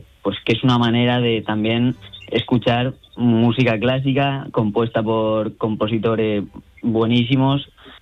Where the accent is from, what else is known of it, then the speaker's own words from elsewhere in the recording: Alicante, Valencian Community, Spain; Yo vengo de Alicante.